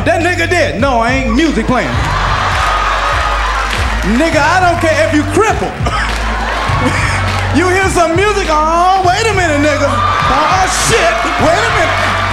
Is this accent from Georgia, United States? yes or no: yes; Atlanta, Georgia, United States; I'm from Atlanta, Georgia